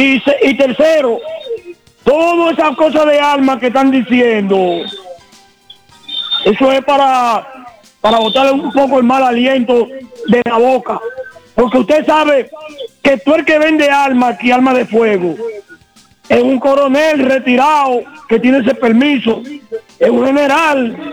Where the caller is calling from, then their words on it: Baní, Peravia, Dominican Republic; Aquí somos de aquí de Baní